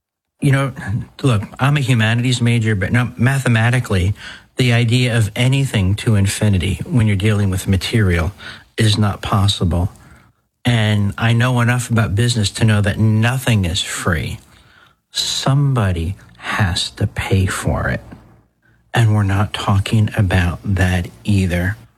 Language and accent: English; Newark, New Jersey, United States; I'm from Newark, New Jersey.